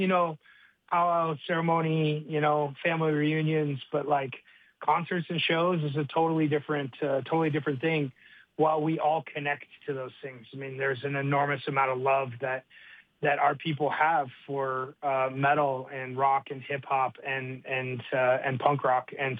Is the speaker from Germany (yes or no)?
no; Utah, United States; also born or lived in back east; now in Denver, United States; I grew up in Utah as well, so. Technically, I'm home, I guess.